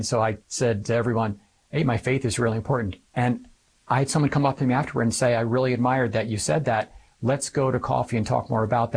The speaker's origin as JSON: {"language": "English", "region": "Connecticut", "country": "United States", "moved": "as an adult", "said": "I'm from Connecticut."}